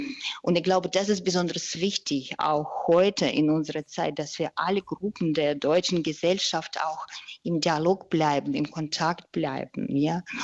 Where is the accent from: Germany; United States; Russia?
Russia; Also wie gesagt, ich komme selbst aus Russland und mein Vater ist Ukrainer